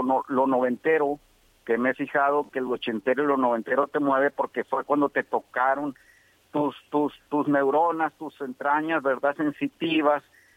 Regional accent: Los Mochis, Sinaloa, Mexico; Nací, sí, aquí en Mochis.

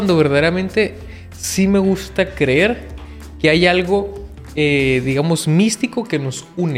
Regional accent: Mexico

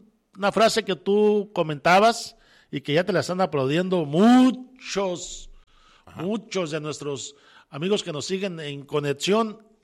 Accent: Mexico; Pues soy como muchos mexicanos, yo creo que es la mayoría de los mexicanos, ¿no?

